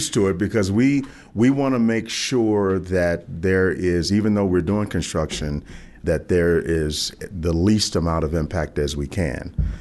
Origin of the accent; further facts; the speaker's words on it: Chicago, Illinois, United States; moved away; also born or lived in Los Angeles; You mentioned Chicago. That's my hometown.